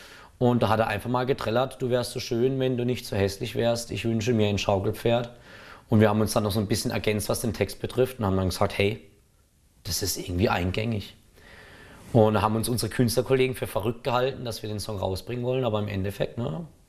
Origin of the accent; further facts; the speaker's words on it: Karlsruhe, Baden-Württemberg, Germany; als Karlsruher und eigentlich Ingenieurstudent